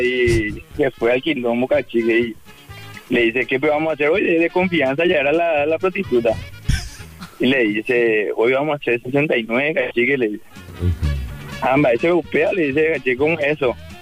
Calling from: Asunción, Paraguay; Yo soy de Asunción, acá de Barrio Lomapuestá.

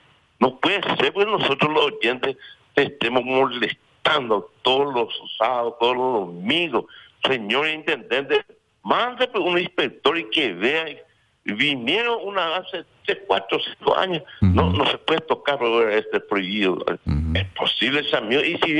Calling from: Paraguay; Así como somos también los paraguayos.

